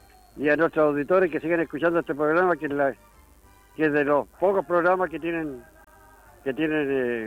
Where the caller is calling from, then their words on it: San Carlos, Ñuble, Chile; No, nosotros somos de San Carlos, así que mostramos nuestra comuna para todos lados.